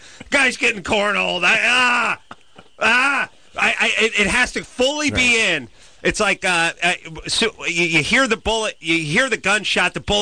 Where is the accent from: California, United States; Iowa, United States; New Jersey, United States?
California, United States; Well, I went to North Hollywood High. I grew up in the San Fernando Valley.